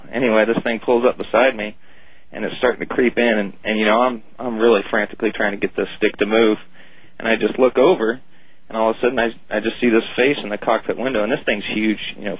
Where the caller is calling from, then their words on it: Alameda, California, United States; I'm from Alameda, California.